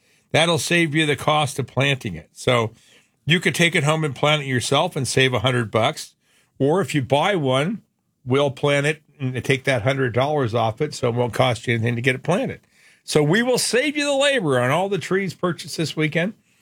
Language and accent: English; Phoenix, Arizona, United States; when I grew up here in Sunny Slope